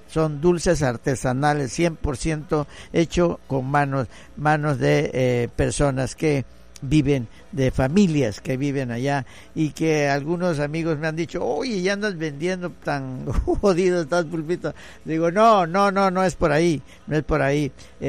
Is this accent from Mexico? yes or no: yes; Santa Cruz, Campeche, Mexico; now in Ciudad del Carmen, Mexico; soy fiel a mi pueblo